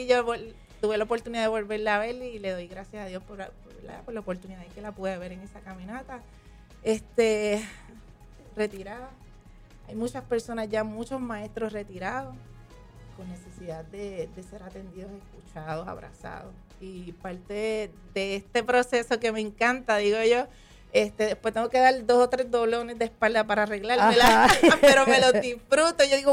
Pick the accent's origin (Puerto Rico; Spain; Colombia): Puerto Rico; Luquillo; also born or lived in Fajardo; Pero criada en ese hermoso pueblo de Luquillo, donde tenemos unas playas hermosas y ahí cerquita del Yunque también unos campos hermosos. Tuve esa oportunidad de crecer allí.